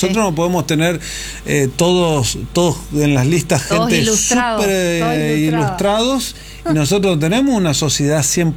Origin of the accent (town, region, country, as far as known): Corrientes, Argentina